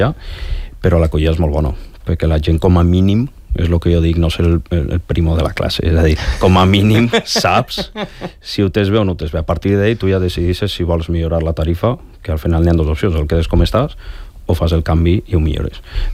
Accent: L'Olleria, Valencian Community, Spain

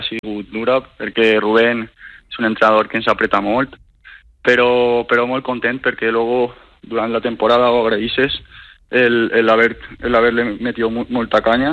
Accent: Valencia, Valencian Community, Spain; Sí, la verdad que yo me crié en San Marcelino

